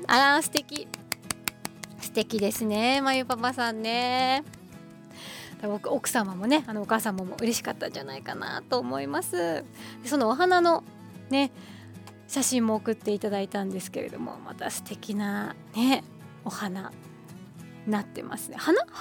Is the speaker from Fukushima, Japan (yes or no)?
no; Ishinomaki, Miyagi, Japan; accent: Tohoku dialect (Ishinomaki area); なんかそれがもう普通なので、息子にとってはだいぶなんかこう方言というか東北弁というか、ここら辺のね、石巻地域の言葉がなんか馴染んできたというか